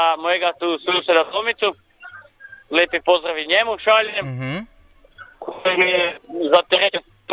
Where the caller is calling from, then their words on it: Gabajeva Greda, Koprivnica-Križevci County, Croatia; Gabajeva greda s ove strane.